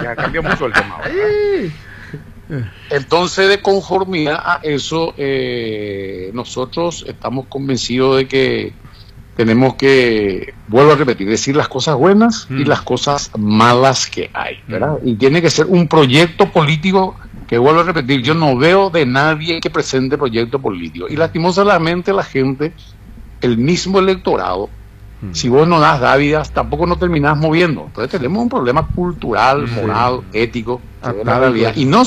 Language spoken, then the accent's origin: Spanish; Paraguay; como ciudadano paraguayo? Como abuelo y como padre.